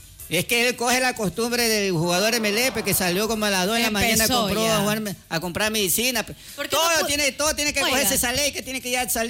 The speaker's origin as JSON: {"language": "Spanish", "country": "Ecuador", "said": "todo mi pueblo ecuatoriano."}